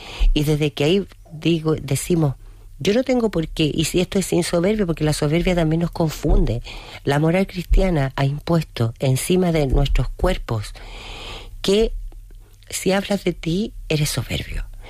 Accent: Chile; habemos chilenos ricos, perdón, hay chilenos ricos y habemos chilenos pobres.

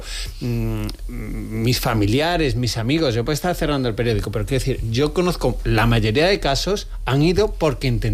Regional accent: Málaga, Andalusia, Spain; Málaga, yo soy malagueño, ¿no?

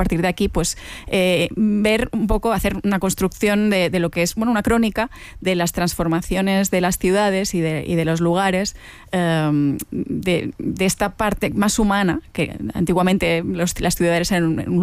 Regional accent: Mallorca, Balearic Islands, Spain; moved away as an adult; now in Barcelona, Spain; Yo llegué a Barcelona con 18 años, soy de Mallorca, vine a estudiar la carrera de periodismo y me quedé aquí. Y entonces nunca he sabido muy bien si soy mallorquina, si soy barcelonesa

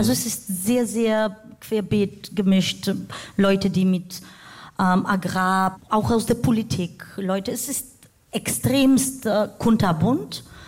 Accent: Bulgaria; now in Germany; Das war, glaube ich, sehr mutig von mir, als Bulgarin, die in Deutschland lebt, einen Austropop-Song zu singen

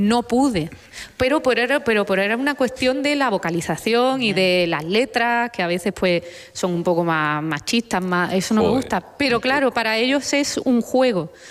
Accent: Andalusia, Spain; yo soy andaluza y cuando aprieto el acento

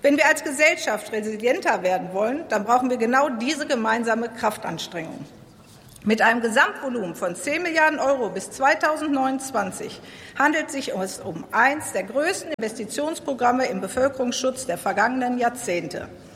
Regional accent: Herdecke, North Rhine-Westphalia, Germany; Das große Hochwasser 2021 traf auch meine Heimatstadt Herdecke.

